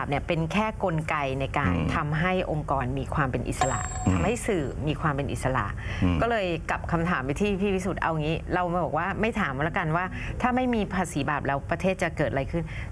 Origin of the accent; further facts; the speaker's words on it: Thailand; หนูมาจากต่างจังหวัด